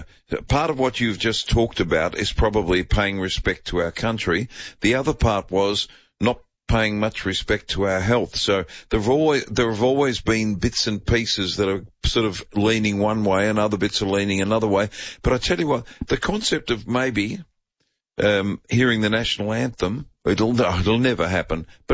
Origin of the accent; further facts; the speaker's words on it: Geelong, Victoria, Australia; born there; I was born in Geelong.